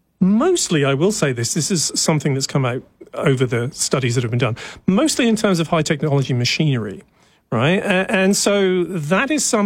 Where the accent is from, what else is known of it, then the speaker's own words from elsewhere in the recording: Ontario, Canada; So I came from Ontario, right? And I noticed the taxation system here was very different when I moved, right?